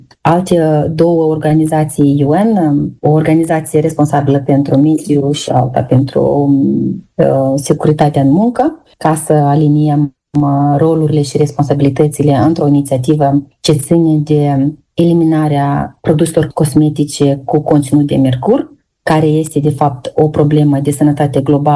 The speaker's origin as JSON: {"language": "Romanian", "country": "Moldova", "moved": "as an adult", "lives_now": "Switzerland", "said": "Moldova rămâne acasă pentru mine, indiferent dacă mă aflu aici, chiar dacă la moment activez acum într-un context internațional și în Elveția, vin din Republica Moldova"}